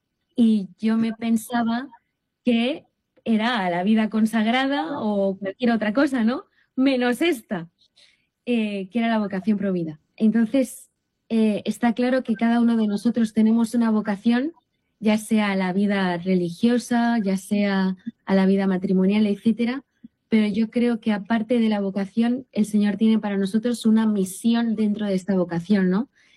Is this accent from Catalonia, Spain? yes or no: yes; Tarragona, Catalonia, Spain; born there; Yo soy nacida aquí en Tarragona, España, pero de sangre, pues mi sangre es hispana, ¿no? Es de Colombia